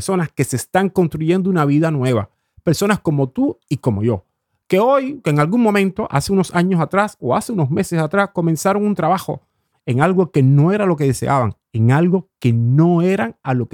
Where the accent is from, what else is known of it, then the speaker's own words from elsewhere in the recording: Cuba; now in Oslo, Norway; Como diríamos en Cuba